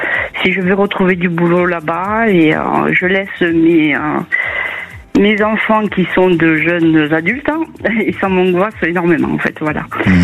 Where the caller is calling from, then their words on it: Millau, Occitanie, France; De Millau, dans l'Aveyron.